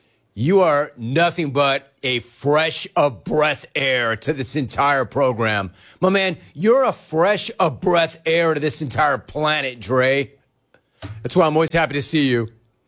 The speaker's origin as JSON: {"language": "English", "town": "Los Angeles", "region": "California", "country": "United States", "tie": "born or raised there", "said": "I grew up in Los Angeles."}